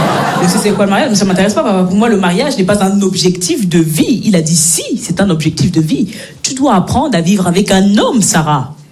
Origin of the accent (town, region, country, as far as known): Belgium; born or raised there